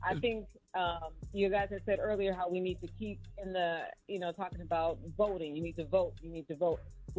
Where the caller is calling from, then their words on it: Milwaukee, Wisconsin, United States; I'm calling from Mary. Next door, Milwaukee.